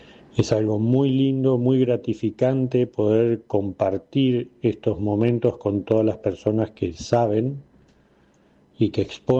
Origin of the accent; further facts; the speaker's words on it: Gualeguaychú, Entre Ríos, Argentina; soy de Gualeguaychú, Entre Ríos, Argentina